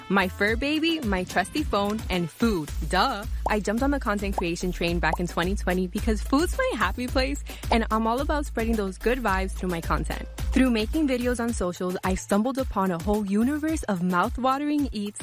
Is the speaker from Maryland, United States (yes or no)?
no; New York City, New York, United States; I'm Dominican American, born and raised in New York City.